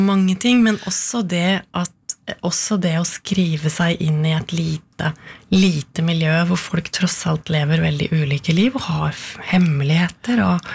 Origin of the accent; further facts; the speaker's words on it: Koppang, Innlandet, Norway; Ja, jeg har vokst opp på Koppang i Stor-Elvdal kommune. Og det ligger midt mellom, hva skal jeg si da? Midt mellom Elverum og Tynset, i Midt-Østerdalen.